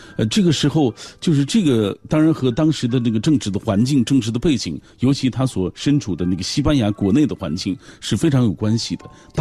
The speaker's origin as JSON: {"language": "Chinese", "country": "China", "said": "用我们中国人的话说"}